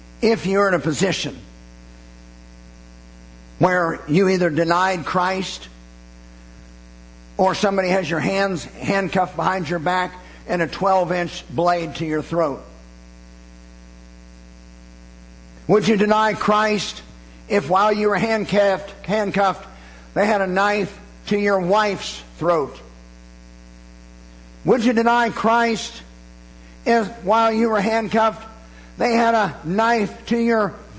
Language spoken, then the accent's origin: English; United States; as an American and as a patriot.